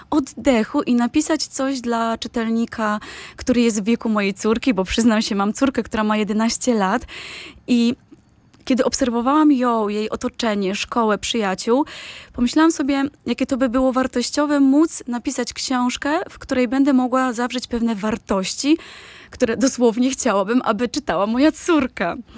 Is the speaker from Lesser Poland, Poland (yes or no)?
yes; Nowy Sącz, Lesser Poland, Poland; now in Silesia, Poland; Właściwie to jestem z gór, bo pochodzę z Nowego Sącza, ale od 17 lat już zostałam tutaj, pozwolono mi zostać Ślązaczką, bo słyszałam, że teraz to jest temat tożsamościowy, więc można sobie to wybrać i zdecydować, więc od 17 lat mieszkam na Śląsku.